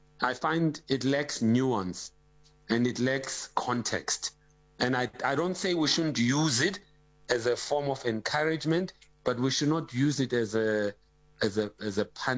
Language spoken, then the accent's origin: English; South Africa; he didn't know that I'm from South Africa.